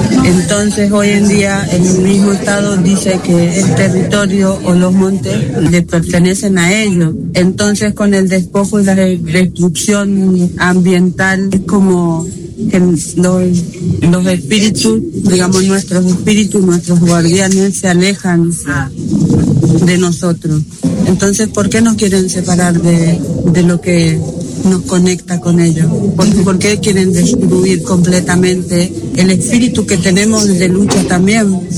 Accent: Rosario, Santa Fe, Argentina; vengo de Rosario, soy de la comunidad Kom.

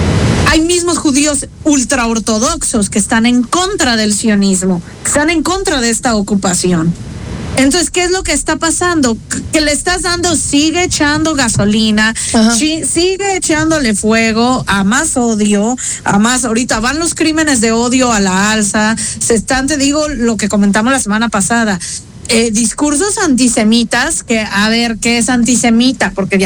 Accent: Mexico

